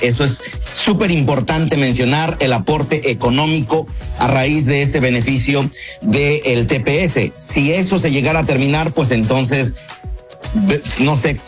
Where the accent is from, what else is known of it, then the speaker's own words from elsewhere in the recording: Mexico; me toque entrar a mí como buen mexicano tiene que ser una algarabía.